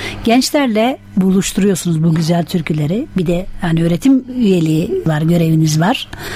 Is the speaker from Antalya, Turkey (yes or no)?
yes; Antalya, Turkey; Ben de bir Antalyalı olarak.